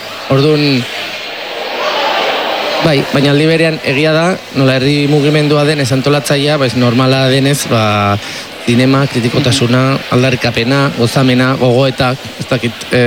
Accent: San Sebastián, Basque Country, Spain; Eben, ni Donostiarra naiz, eta impotentzia hondiarekin bizidet

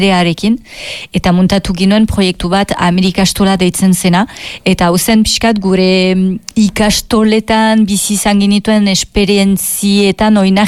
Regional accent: Saint-Jean-de-Luz, Nouvelle-Aquitaine, France; Sortzez, Donibane loitzunen sortu nintzen, duela berrogeita bost urte.

